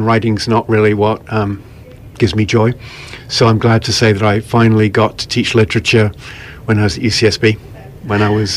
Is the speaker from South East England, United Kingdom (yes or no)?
yes; Oxford, South East England, United Kingdom; So I grew up in Oxford